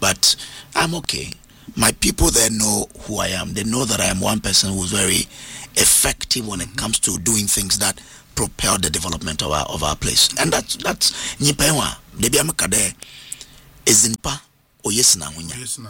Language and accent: English; Western Region, Ghana; born there; I was born in Jomoro.